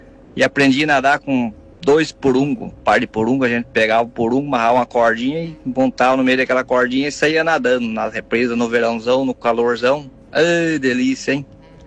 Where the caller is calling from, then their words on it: Ventania, Paraná, Brazil; de Ventania, Paraná.